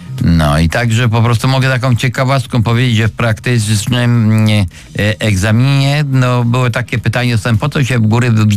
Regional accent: Silesian Voivodeship, Poland; ja byłem od dziecka z górami związany. Ja jestem Ślązakiem Cieszyńskim, ojciec się w Ustroniu urodził

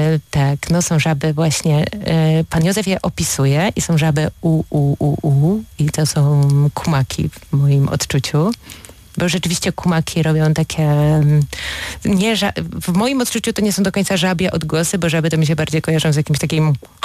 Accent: Polish coast, Poland; now in Opole Silesia, Poland; ja jednak jestem przybyszem z zewnątrz, ja pochodzę z nadmorza.

